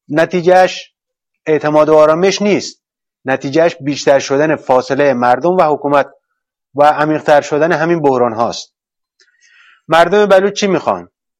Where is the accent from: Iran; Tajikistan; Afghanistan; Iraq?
Iran; Sistan and Baluchestan; moved away; من خودم بلوچم، اهل همین سرزمینم